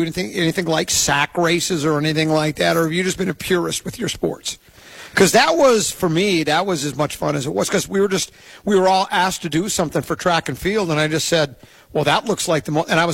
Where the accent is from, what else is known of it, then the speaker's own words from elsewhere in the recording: Detroit, Michigan, United States; born there; I was born in Detroit in 1958. I'm showing my age. My sister was born there in 1961. We were still living in Detroit